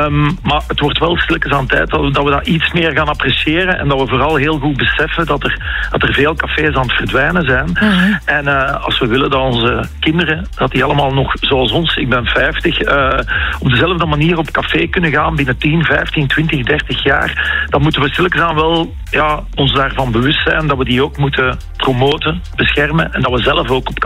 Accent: Leuven, Flemish Brabant, Belgium; Ja, ik ben een Leuvenaar, dus weet je het meestal wel.

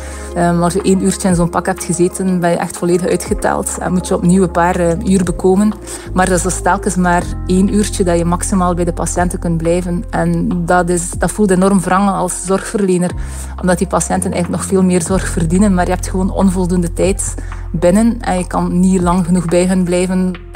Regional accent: Belgium; ik ben een Belgische spoedarts

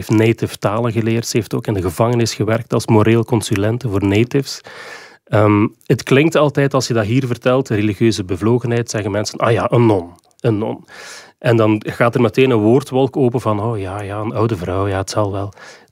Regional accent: Waregem, Flanders, Belgium; born there

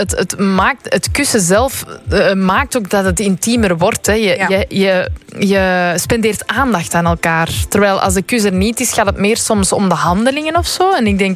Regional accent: Antwerp, Flanders, Belgium; Ik kom ook van Antwerpen.

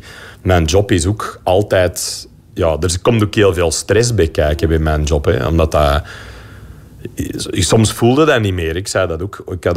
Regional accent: Berchem, Antwerp, Belgium; maar ik ben eigenlijk van Berchem origineel. Ja. Ik ben van de Fruit of Laan, wat helemaal niet hier ver vandaan is. Ja. Dus eigenlijk ging ik nu terug winkelen in de Delijs waar ik opgegroeid ben.

